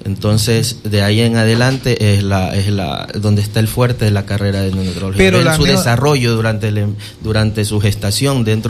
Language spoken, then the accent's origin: Spanish; Quevedo, Los Ríos, Ecuador; born there; cuando yo estudié aquí, ¿no? Éramos pocos los que tuvimos la oportunidad de salir de Quevedo